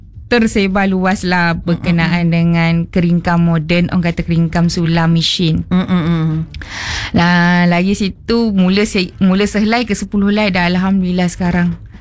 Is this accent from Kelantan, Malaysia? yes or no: no; Malacca, Malaysia; now in Sarawak, Malaysia; Kami berasal dari orang Melaka. Kami orang Melaka. Kami dah duduk Sarawak tu sejak 2012.